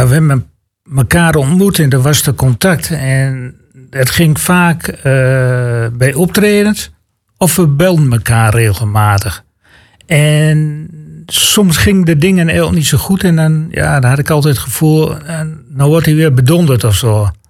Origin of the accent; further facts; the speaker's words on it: Borger, Drenthe, Netherlands; born there; In Burger.